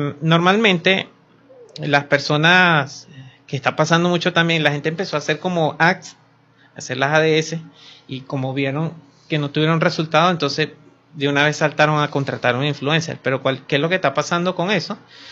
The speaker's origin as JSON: {"language": "Spanish", "country": "Venezuela", "said": "Entonces, nosotros como venezolanos, pues decidimos aportar."}